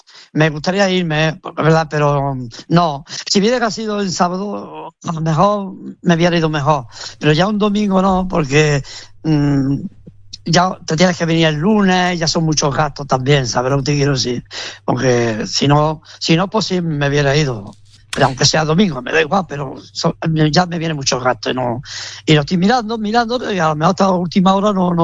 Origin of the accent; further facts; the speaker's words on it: Córdoba, Andalusia, Spain; por lo menos que me voy a retirarme de mi tierra, de mi Córdoba